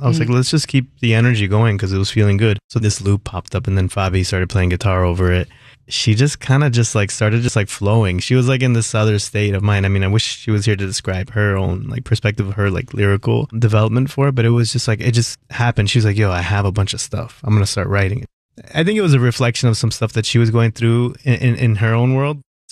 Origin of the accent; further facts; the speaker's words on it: Miami, Florida, United States; also born or lived in Fort Lauderdale; My family's from Ecuador. I grew up in Miami in South Florida, Fort Lauderdale.